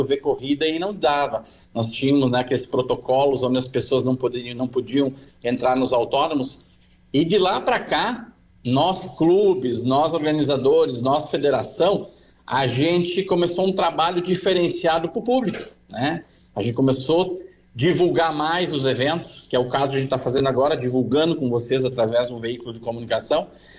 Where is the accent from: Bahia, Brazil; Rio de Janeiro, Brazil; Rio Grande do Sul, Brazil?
Rio Grande do Sul, Brazil; Guaporé; eu nasci em Guaporé, né?